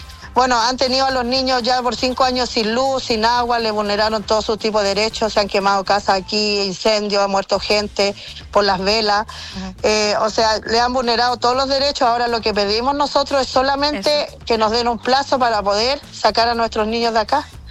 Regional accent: Chile; es algo que no me lo explico yo como chilena

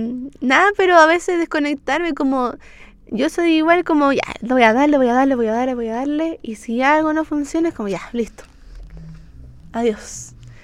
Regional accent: Viña del Mar, Valparaíso, Chile; now in Santiago, Chile; como soy de Viña, yo, bueno, siempre he bailado

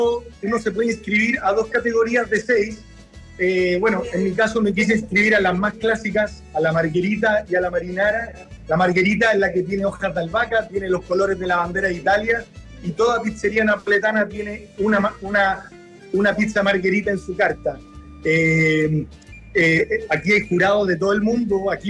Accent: Chile; somos 3 chilenos representando a nuestro país.

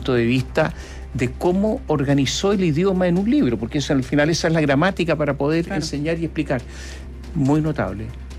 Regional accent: Chile; todos los que nosotros sabemos en chileno

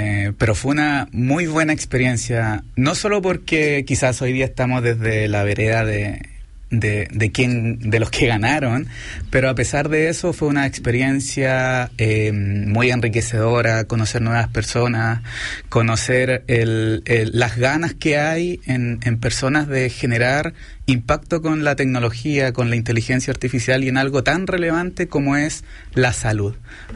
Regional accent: Valdivia, Los Ríos, Chile; soy del sur, soy de Valdivia

